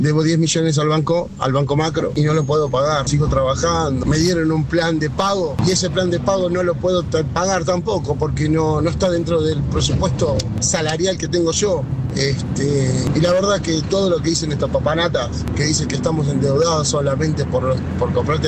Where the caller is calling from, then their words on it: Berazategui, Buenos Aires Province, Argentina; de Berazategui